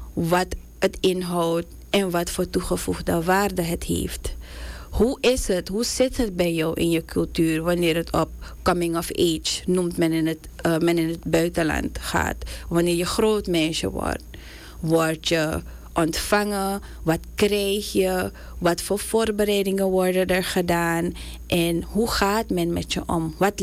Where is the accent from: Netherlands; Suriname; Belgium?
Suriname